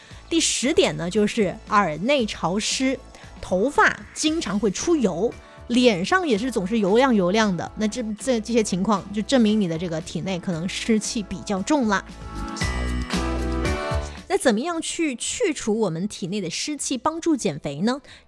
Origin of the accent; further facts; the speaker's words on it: Guangdong, China; 就我们广东人懂得都懂啊，